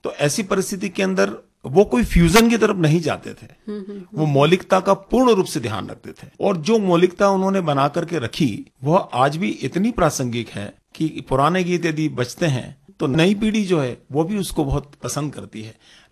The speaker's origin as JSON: {"language": "Hindi", "town": "Indore", "region": "Madhya Pradesh", "country": "India", "said": "मैं इंदौर के निवासी हूँ और मालवा क्षेत्र आपको मालूम है कि हमारी मीठी बोली के लिए बड़ा प्रसिद्ध है।"}